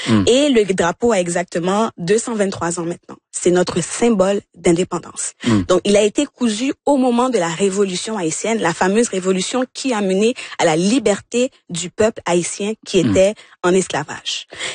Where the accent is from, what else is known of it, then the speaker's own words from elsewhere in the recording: Montreal, Quebec, Canada; born there; also born or lived in Longueuil; Donc, pour l'histoire et pour la vérité, je suis née à Montréal et j'ai un passeport canadien.